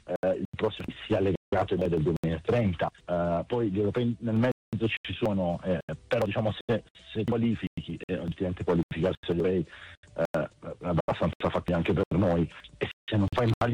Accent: Bari, Apulia, Italy; io sono di Bari

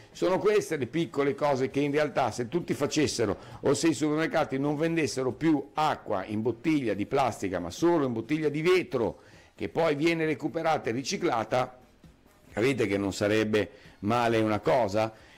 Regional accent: Venice, Veneto, Italy; moved away; al mio paese dove stavo io, su a Venezia

